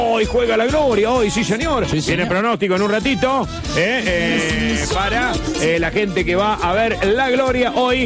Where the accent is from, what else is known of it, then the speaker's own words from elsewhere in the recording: Córdoba, Argentina; moved away; Yo soy de Córdoba y cuando conté que tenía que pagar la tarjeta de casamiento allá en Córdoba de algún amigo familiar, acá la gente no lo podía creer.